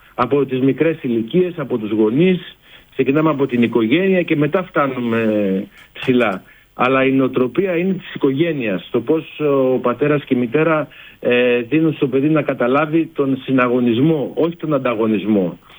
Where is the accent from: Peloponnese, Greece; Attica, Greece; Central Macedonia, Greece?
Peloponnese, Greece; Εγώ είμαι από την Αρκαδία.